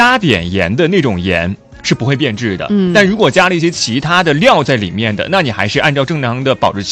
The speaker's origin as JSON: {"language": "Chinese", "region": "Sichuan", "country": "China"}